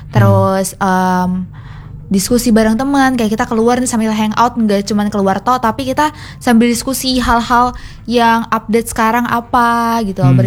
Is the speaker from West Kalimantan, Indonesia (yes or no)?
yes; Ngabang, West Kalimantan, Indonesia; moved away as an adult; now in Pontianak, Indonesia; Dari Ngabang asal aku.